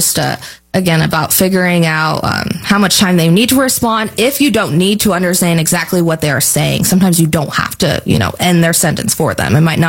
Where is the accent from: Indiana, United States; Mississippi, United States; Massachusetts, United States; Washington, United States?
Indiana, United States; now in Indianapolis, United States